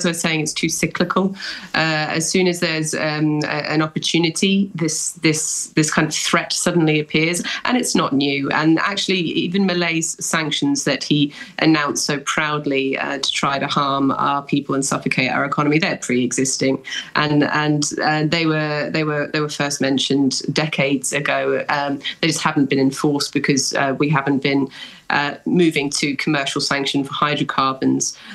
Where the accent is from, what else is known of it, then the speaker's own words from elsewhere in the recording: Falkland Islands; growing up in the Falklands, as I have, and as the rest of us in the society have done